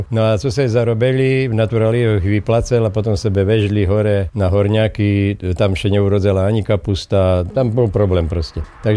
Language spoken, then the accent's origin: Slovak; Prešov Region, Slovakia; U nás v Šarišu še tému utorí, že komenciaši, to je taký ten šarišský výraz